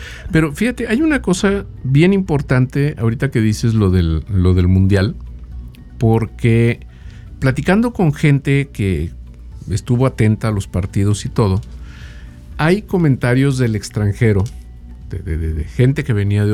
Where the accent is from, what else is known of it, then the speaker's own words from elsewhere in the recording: Mexico; que estamos viviendo en este momento aquí y que somos mexicanos